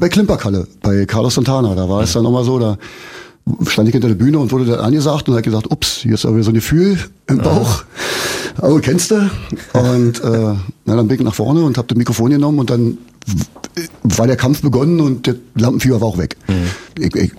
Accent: Brandenburg, Germany

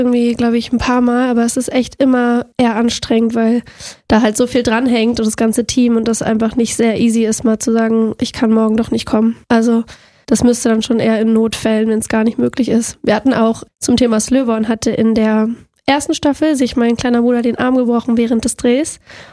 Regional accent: Berlin, Germany; Aufgewachsen im Prenzlauer Berg. Wirklich so ein Kind, was, also ich kenne ganz viele Freunde von mir, die ja dann irgendwie, man zieht dann 5-mal um im Leben, unterschiedliche Städte oder wenigstens unterschiedliche Straßen. Ich wohne seit 22 Jahren in der gleichen Straße.

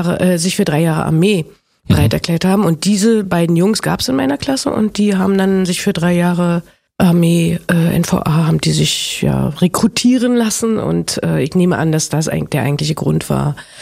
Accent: Berlin, Germany; Berlin-Biesdorf.

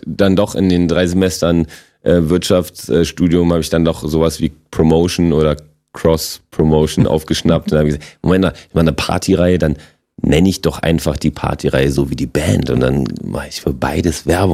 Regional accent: Berlin, Germany; accent: Berlin; first language Polish; German is a second language; also born or lived in Wrocław, Poland; Ich bin in Breslau geboren. Bin mit 6,5 hergekommen. Habe kein Wort Deutsch gesprochen. Zum Glück bin ich auf eine gute Schule gekommen, habe das relativ schnell gelernt

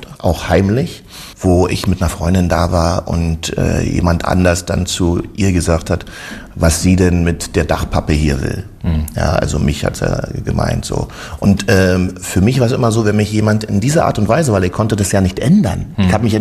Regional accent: East Germany, Germany; Da gab es ja jetzt noch nicht so bei uns in der DDR Videos und so, aber um mal zu verraten, wir haben schon Möglichkeiten gehabt, wir ZDF und ARD zu gucken.

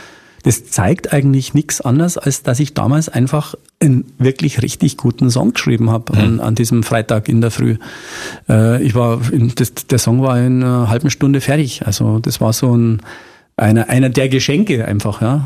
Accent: Munich, Bavaria, Germany; aber da, wo ich herkomme, Münchner Hasenbergl, also der Norden des Münchens, das war sehr FC Bayern gebrandet

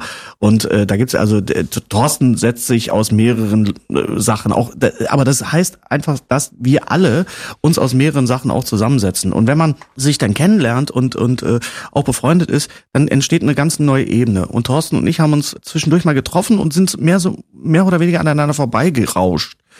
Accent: Bottrop, North Rhine-Westphalia, Germany; Es gab einen, oder es gibt immer noch diesen Moviepark bei uns im Ruhrgebiet in Bottrop

